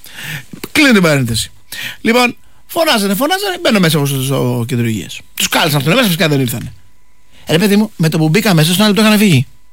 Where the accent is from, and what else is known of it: Kastoria, Western Macedonia, Greece